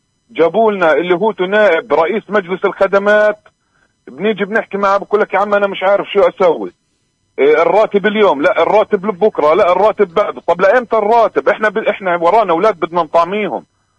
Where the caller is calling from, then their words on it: West Bank, Palestine; ولا إحنا مش فلسطينية،